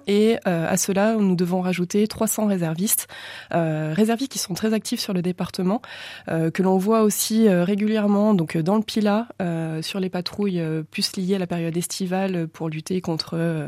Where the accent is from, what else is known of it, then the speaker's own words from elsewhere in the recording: Romans-sur-Isère, Auvergne-Rhône-Alpes, France; moved away as an adult; now in Loire, France; Je suis originaire de la Drôme. Je suis née à Romans-sur-Isère et j'y ai vécu jusqu'à à peu près mes 18-20 ans, jusqu'à ce que je rentre en gendarmerie.